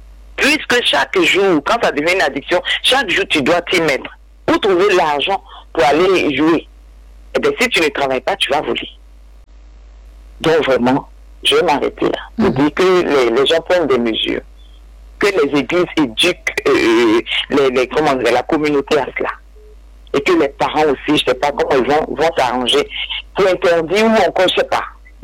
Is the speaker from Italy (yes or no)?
no; Côte d’Ivoire; chez nous en Côte d'Ivoire